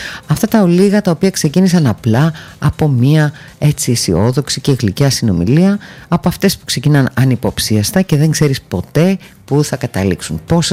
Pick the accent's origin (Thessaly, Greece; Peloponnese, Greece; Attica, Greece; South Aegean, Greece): Thessaly, Greece; Volos; Τι θα γίνει με την πόλη μου?